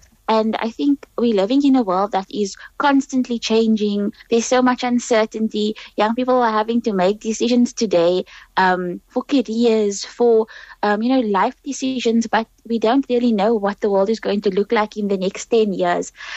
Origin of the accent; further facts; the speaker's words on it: South Africa; as Muslim South African youth, we have the beautiful heritage of Islam and we have the amazing heritage of our country.